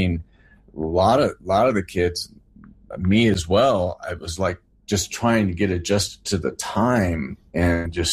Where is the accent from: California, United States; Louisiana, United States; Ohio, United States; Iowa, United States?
California, United States; I grew up in Central California